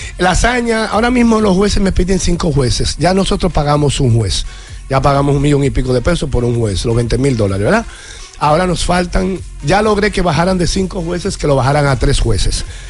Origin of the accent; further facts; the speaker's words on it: Spain; yo también soy español